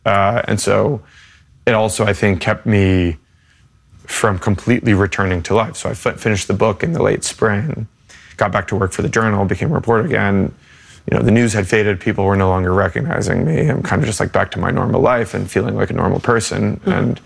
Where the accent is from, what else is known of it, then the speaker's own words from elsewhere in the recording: United States; And I'm an American journalist.